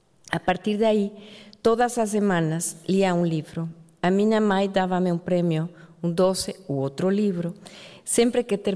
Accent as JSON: {"language": "Portuguese", "region": "Mexico City", "country": "Mexico", "tie": "born or raised there", "second_language": "Portuguese", "said": "Cresci na Cidade de México, rodeada de livros."}